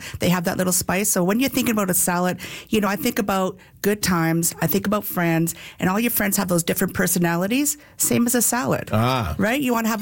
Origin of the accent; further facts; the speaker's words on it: Smithers, British Columbia, Canada; now in Calgary, Canada; Smithers, BC, like my hometown.